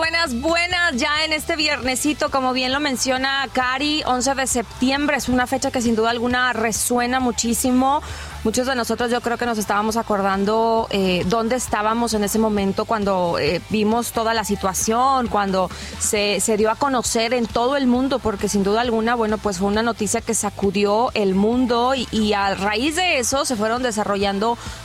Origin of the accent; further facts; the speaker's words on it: Mexico; quienes somos mexicanos